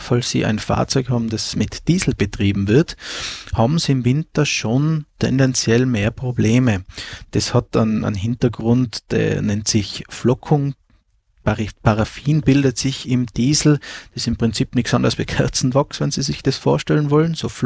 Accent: Tyrol, Austria; dann wird es das erste Mal in den Alpen zu Hause kalt, zum Beispiel bei uns in Tirol.

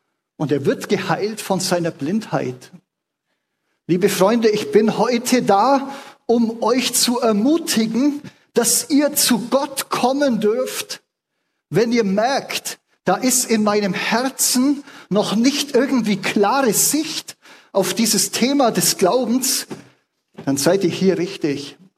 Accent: Bavaria, Germany; born or raised there

